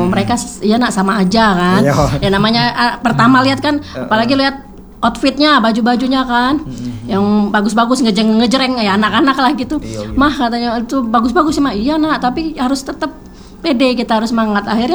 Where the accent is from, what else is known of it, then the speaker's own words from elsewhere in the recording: South Sumatra, Indonesia; Jadi menunjukkan songket, menonjolkan kita dari Sumatera Selatan gitu.